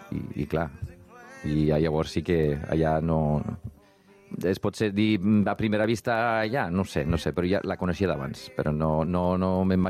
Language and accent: Catalan; Iceland; first language Icelandic; Catalan is a second language; moved away as an adult; now in Barcelona, Spain; al meu poble, a Corere, d'Islàndia.